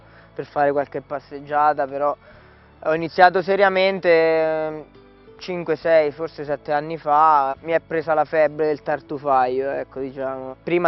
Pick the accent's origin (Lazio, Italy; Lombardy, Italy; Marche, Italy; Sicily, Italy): Marche, Italy; Amandola; Amandola è il mio paese di nascita, sono sempre stato qua.